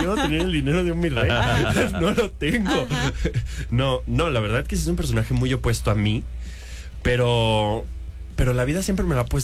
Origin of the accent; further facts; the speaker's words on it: Peru; yo soy peruano.